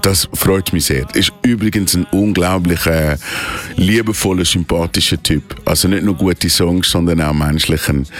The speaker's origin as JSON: {"language": "German", "town": "Männedorf", "region": "Zurich", "country": "Switzerland", "tie": "born or raised there", "said": "Ich bin ein Seebub, ich bin in Männendorf aufgewachsen."}